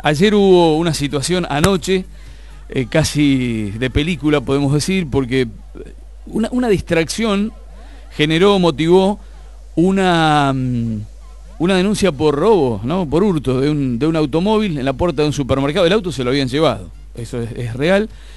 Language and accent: Spanish; Argentina; nosotros que somos argentinos